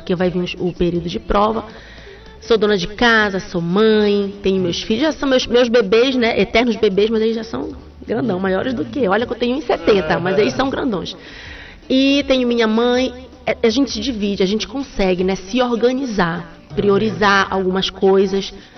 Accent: Belém, Pará, Brazil; born there; Sou de Belém.

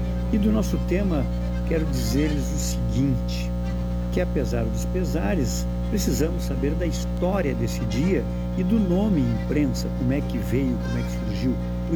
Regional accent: Uruguaiana, Rio Grande do Sul, Brazil; Uruguaiana, minha terra

